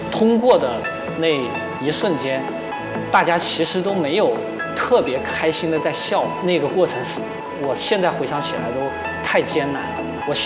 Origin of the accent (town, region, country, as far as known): China